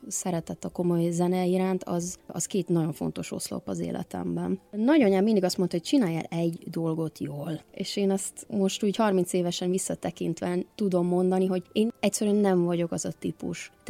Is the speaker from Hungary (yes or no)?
no; Zurich, Switzerland; Tehát emiatt nőttem fel Zürichben